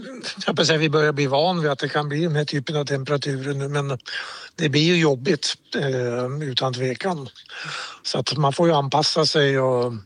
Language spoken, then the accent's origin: Swedish; Jämtland County, Sweden; hemma i Jämtland blir det lite svalare